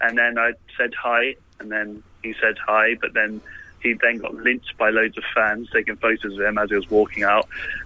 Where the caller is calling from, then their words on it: Harrow, London, United Kingdom; Harrow in London.